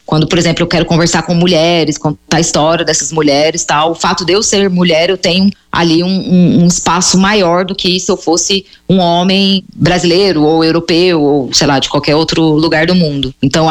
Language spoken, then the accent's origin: Portuguese; Brazil; now in Lebanon; O fato de eu ser brasileira ajuda muito, não só aqui no Líbano, mas todos os lugares que eu fui até hoje. Quando eu digo que eu sou do Brasil